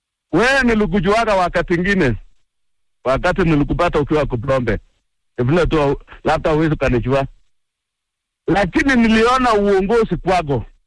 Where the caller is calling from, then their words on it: Nakuru, Nakuru County, Kenya; Swahili is a second language; mimi natoka Nakuru.